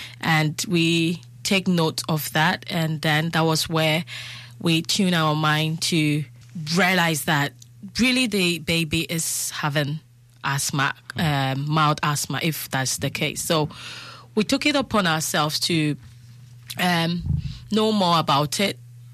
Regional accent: Ghana; because me being a Ghanaian

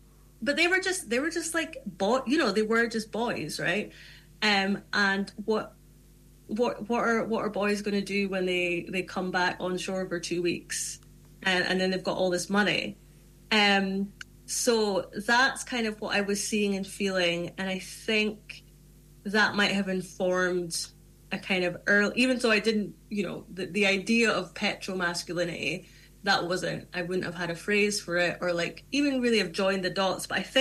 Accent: Aberdeen, Scotland, United Kingdom; to be someone from Aberdeen. I think when I was growing up in Aberdeen, again, it's that thing of like, it's just omnipresent, it's everywhere, it's just normal.

